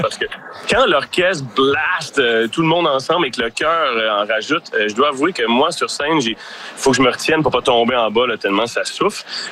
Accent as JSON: {"language": "French", "town": "Repentigny", "region": "Quebec", "country": "Canada", "said": "D'où je viens? Moi, je viens de Lanaudière. Tu es un petit gars de Repentigny."}